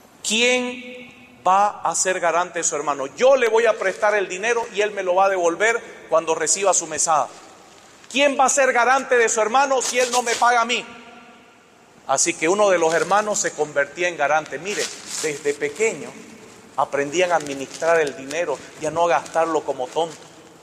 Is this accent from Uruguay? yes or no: no; Montero, Santa Cruz, Bolivia; yo nací en Guavirá, yo nací en Montero, yo soy de Montero.